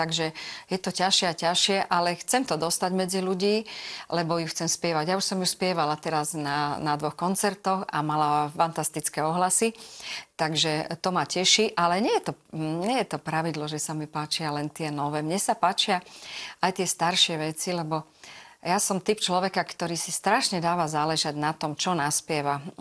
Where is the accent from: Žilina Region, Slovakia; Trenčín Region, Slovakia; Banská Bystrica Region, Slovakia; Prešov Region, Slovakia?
Prešov Region, Slovakia; Stropkov; moved away as an adult; also born or lived in Svidník; ja pochádzam zo Stropkova, zo severu východu Slovenska